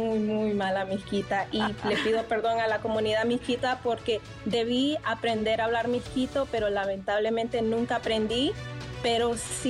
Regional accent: Honduras; also born or lived in La Ceiba, Honduras; now in Toronto, Canada; Bueno, yo nací en La Mosquitia. Me crié entre La Mosquitia y La Ceiba.

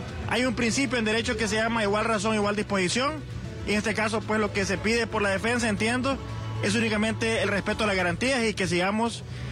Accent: Honduras

